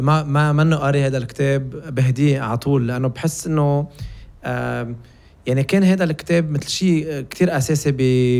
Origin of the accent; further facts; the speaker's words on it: Mount Lebanon, Lebanon; also born or lived in Beirut; وأنا من جبل لبنان، يعني بعتبر حالي